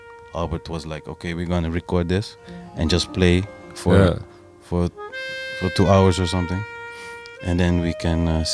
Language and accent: English; Rotterdam, South Holland, Netherlands; born and raised in Rotterdam, 35 years.